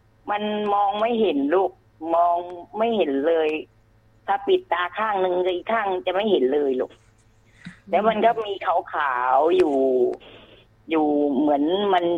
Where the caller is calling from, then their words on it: Bangkok, Thailand; ป้าอยู่ที่กรุงเทพนี่แหละลูก